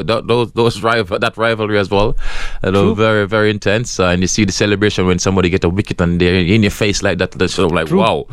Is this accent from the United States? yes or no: no; Jamaica; But being a Jamaican, you know, it's just part of my culture. We are very laid back.